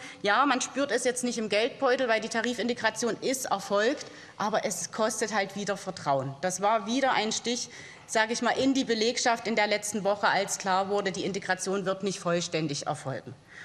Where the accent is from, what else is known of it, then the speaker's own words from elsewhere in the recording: Saxony, Germany; Jetzt komme ich selber aus Südwestsachsen